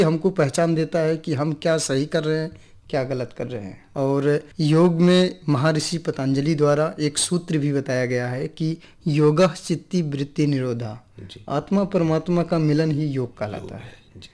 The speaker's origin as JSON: {"language": "Hindi", "area": "Ambedkar Nagar district", "region": "Uttar Pradesh", "country": "India", "moved": "yes"}